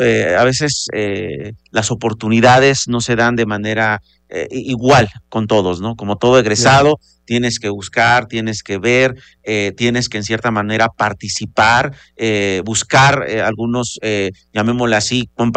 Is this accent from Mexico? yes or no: yes; San Martín Caltenco, Puebla, Mexico; yo fui en algún momento regidor de mi pueblo en la Junta Auxiliar de San Martín Caltenco.